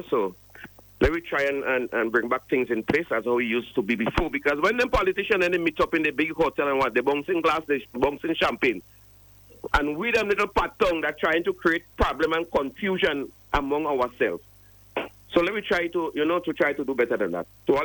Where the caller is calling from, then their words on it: Grenada; as Grenadian.